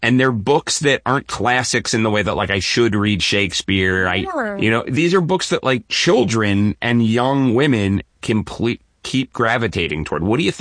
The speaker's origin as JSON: {"language": "English", "town": "Philadelphia", "region": "Pennsylvania", "country": "United States", "said": "As a Philadelphian, I'm very proud of anywhere that Wawa is."}